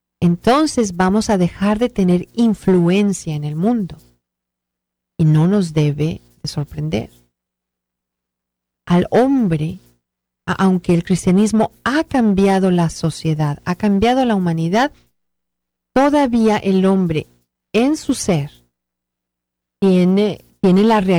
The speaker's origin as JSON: {"language": "Spanish", "country": "Mexico", "said": "Nosotros los mexicanos nos unimos como mexicanos y como personas."}